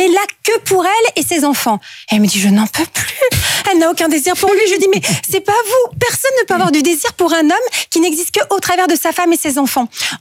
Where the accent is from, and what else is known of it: Belgium